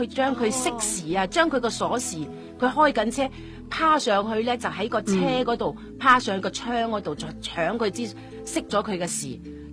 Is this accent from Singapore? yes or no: yes; Singapore; born there; 然後佢翻我喺新加坡出世